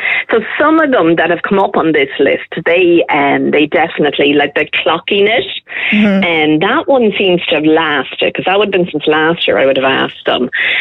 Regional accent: Ireland; I love the language that we use on the island of Ireland, and the words and the expressions.

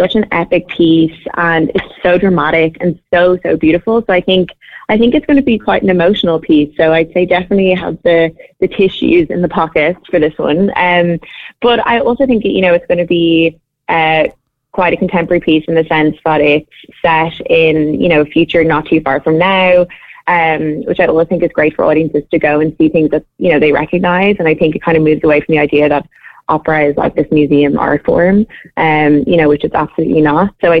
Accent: Dublin, Leinster, Ireland; So I'm from Dublin. So I'm originally from Cavantilly.

